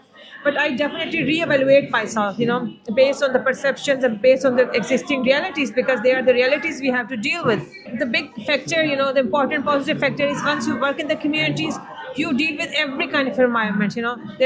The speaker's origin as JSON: {"language": "English", "town": "Cork", "region": "Munster", "country": "Ireland"}